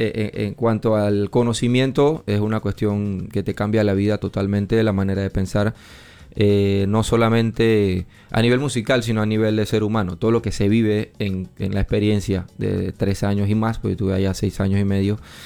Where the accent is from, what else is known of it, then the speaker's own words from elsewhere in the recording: Panama; moved away as an adult; Y muy feliz de estar de vuelta en mi país, de vuelta en el calor de mi tierra